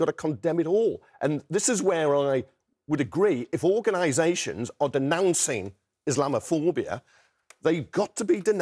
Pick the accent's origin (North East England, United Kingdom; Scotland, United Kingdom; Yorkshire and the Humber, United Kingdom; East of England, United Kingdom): North East England, United Kingdom; South Shields; in South Shields, my hometown